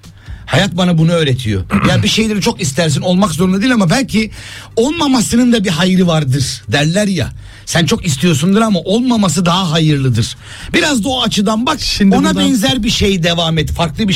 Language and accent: Turkish; Aegean Region, Turkey; Ben mesela Egeli